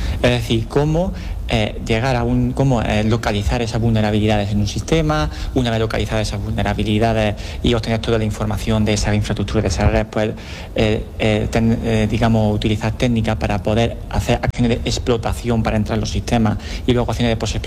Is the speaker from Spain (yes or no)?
yes; Andújar, Andalusia, Spain; porque nosotros venimos de allí de Jaén, concretamente de Andújar, que allí pues ya estamos en la época en la que el sol no pica, el sol muerde.